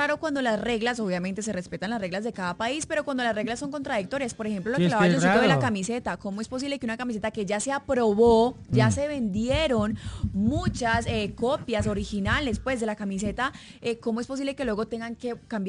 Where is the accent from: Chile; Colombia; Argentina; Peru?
Colombia; Porque somos colombianos.